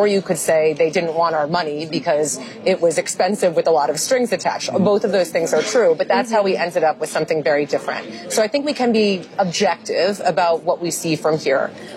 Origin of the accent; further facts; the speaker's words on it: Los Angeles, California, United States; Welcome to my hometown of Los Angeles.